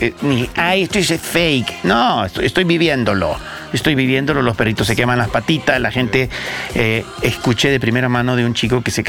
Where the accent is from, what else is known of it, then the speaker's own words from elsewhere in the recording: El Salvador; Yo crecí en El Salvador